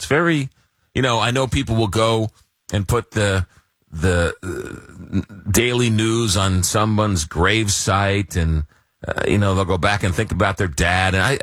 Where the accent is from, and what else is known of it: Long Island, New York, United States; born or raised there